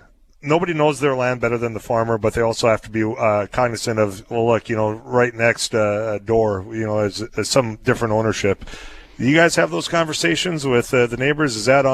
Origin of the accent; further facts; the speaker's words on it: Benson County, North Dakota, United States; I'm from the Benson County area.